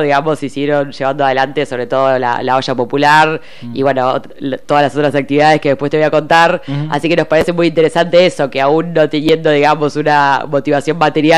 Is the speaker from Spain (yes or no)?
no; La Plata, Buenos Aires Province, Argentina; Me crié acá en Villa Elvira, cerca de Alto de San Lorenzo